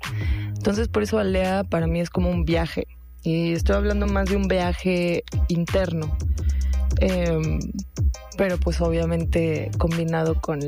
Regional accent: Tamaulipas, Mexico; moved away as an adult; now in Mexico City, Mexico; soy de Tamaulipas, pero llevo 11 años ya viviendo acá en la ciudad.

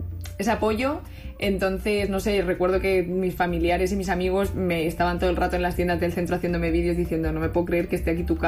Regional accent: Madrid, Community of Madrid, Spain; also born or lived in United States; yo de hecho nací en Estados Unidos por casualidades, entonces he ido mucho allí y me gusta ir para allá y me gusta hablar inglés, pero toda mi infancia la he vivido aquí, mi adolescencia, o sea que soy de Madrid y me reconozco como tal

